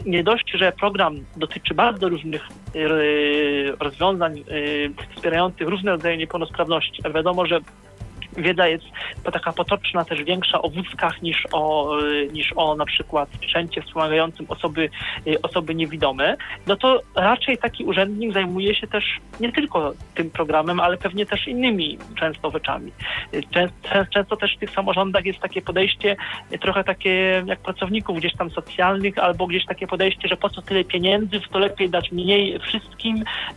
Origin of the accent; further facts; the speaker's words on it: Poznań, Greater Poland Voivodeship, Poland; ja mogę mówić o Poznaniu, bo jestem z Poznania